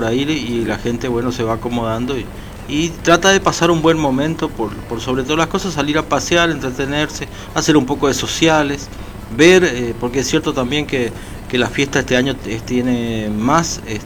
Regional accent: Oberá, Misiones, Argentina; muchos que somos de Oberá y trabajamos en otro municipio.

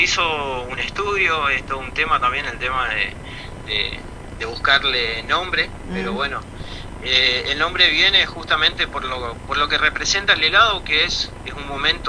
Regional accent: Oberá, Misiones, Argentina; somos obereños, uh-huh. nacidos y criados en Verá.

